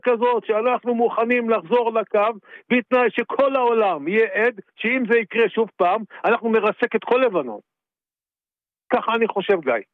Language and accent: Hebrew; Central District, Israel; אני מהמרכז.